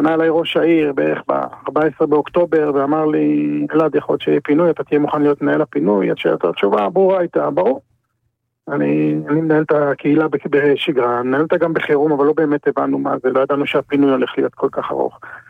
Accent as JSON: {"language": "Hebrew", "town": "Kiryat Shmona", "region": "Northern District", "country": "Israel", "tie": "born or raised there", "said": "גדלתי בקריית שמונה"}